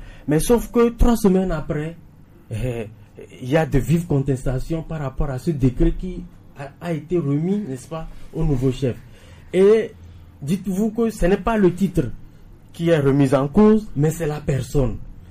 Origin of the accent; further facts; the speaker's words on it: Togo; vous et moi, nous sommes Togolais. On vit au Togo